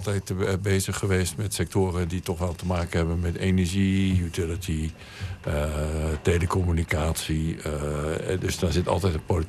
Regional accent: Amersfoort, Utrecht, Netherlands; also born or lived in Amsterdam; En toen ben ik, toen 3 was, verhuisd naar Amersfoort. En okay. Daar heb ik mijn jeugd doorgebracht. Daar ben ik gaan studeren in Wageningen.

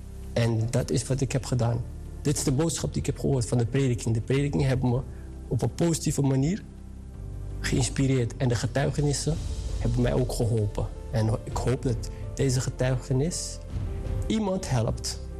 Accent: Amsterdam, North Holland, Netherlands; want ik kwam uit Amsterdam, hè. Ik woon in Amsterdam.

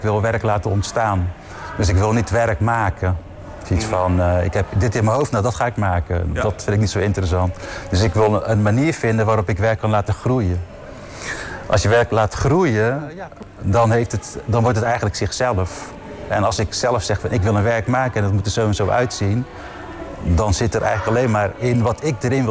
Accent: Vlaardingen, South Holland, Netherlands; Dus overal waar je komt, ja, waar kom jij vandaan? Ja, wij komen uit Vlaardingen.

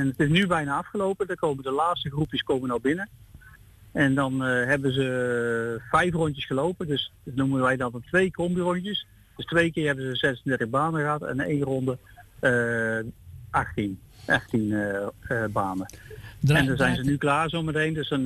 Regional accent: Ede, Gelderland, Netherlands; Wij komen uit Ede vandaan.

